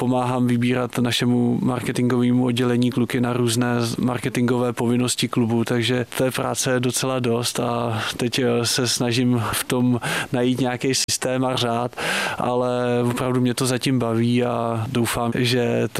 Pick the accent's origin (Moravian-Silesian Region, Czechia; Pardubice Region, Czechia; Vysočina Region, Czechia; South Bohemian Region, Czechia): Pardubice Region, Czechia; Dolní Dobrouč; Žiju v Dolní Dobroučí, odkud pocházím.